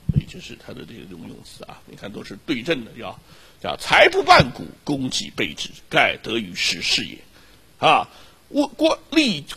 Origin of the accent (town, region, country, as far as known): Shanghai, China